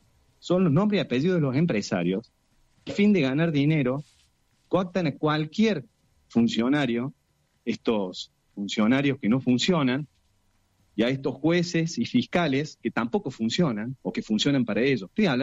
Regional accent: Villa Allende, Córdoba, Argentina; yo soy de Villa Allende

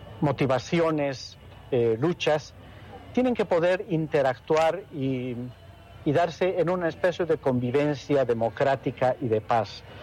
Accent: Bolivia

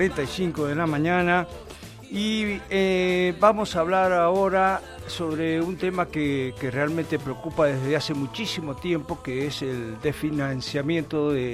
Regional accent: Argentina; Estoy pensando como argentino, decir, la Carolina está acá trabajando por nosotros

